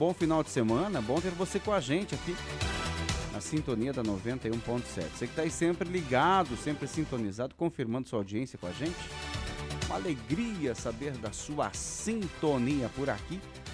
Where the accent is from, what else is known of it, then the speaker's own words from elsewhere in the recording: Brazil; somos brasileiros